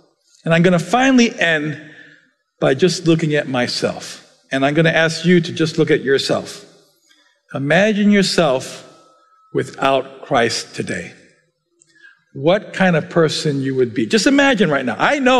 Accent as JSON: {"language": "English", "country": "South Korea", "said": "I mean, I'm speaking as a Korean, sorry. As an American, well, I don't need to tell of the evils of the world"}